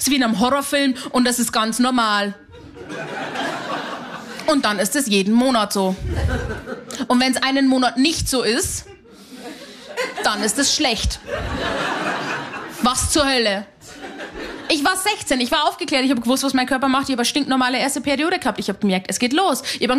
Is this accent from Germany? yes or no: yes; Hanersdorf, Bavaria, Germany; Meine Leitung war sehr lang, weil ich bin aus Hanersdorf bei Simbach bei Landau in der Isar. Da gibt's sowas nicht.